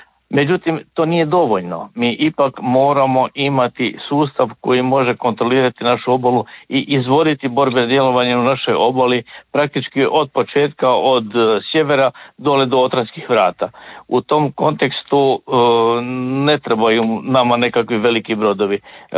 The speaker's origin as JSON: {"language": "Croatian", "town": "Zagreb", "region": "City of Zagreb", "country": "Croatia", "said": "Ukrajinski dron je pao i kod nas u Zagrebu."}